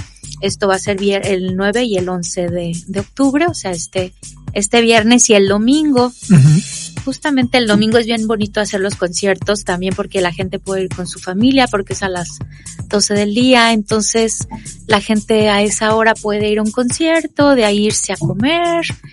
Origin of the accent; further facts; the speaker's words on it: Mexico; como mexicanos debemos estar